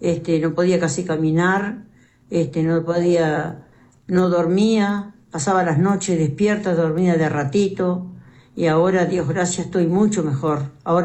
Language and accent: Spanish; Tacuarembó, Uruguay; Soy de acá de Tacuarembó, sí.